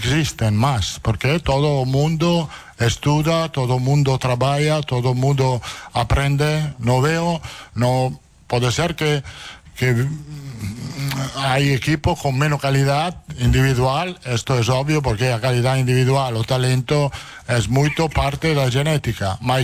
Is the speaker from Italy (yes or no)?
yes; Italy; Portuguese is a second language